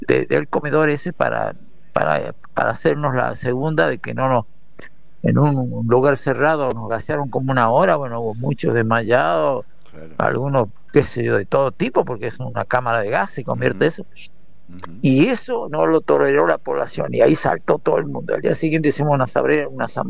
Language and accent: Spanish; Tucumán, Argentina; yo soy el único de Tucumán